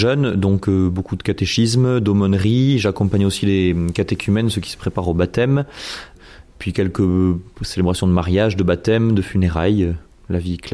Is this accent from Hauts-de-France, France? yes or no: no; Mende, Occitanie, France; j'ai grandi à Mende, j'ai fait ma scolarité à Mende, je suis vraiment lausérien, et pour moi c'était vraiment évident et très fort ce lien avec la Lozère